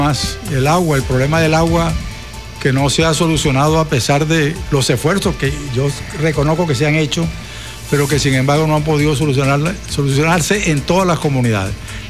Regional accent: Venezuela; uno como venezolano

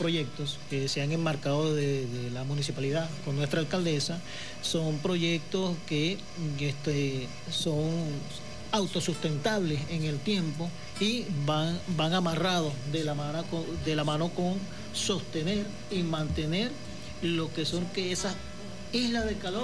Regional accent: Carúpano, Sucre, Venezuela; now in Maturín, Venezuela; Yo soy de Sucre, Carúpano, específicamente

